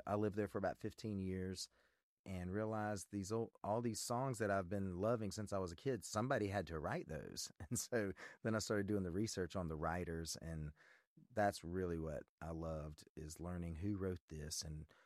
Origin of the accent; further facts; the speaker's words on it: Hiawassee, Georgia, United States; also born or lived in Los Angeles; Georgia, a town called Hiawassee, where I'm from. And my granddaddy opened it in 75, the year I was born. I was born in Los Angeles, actually.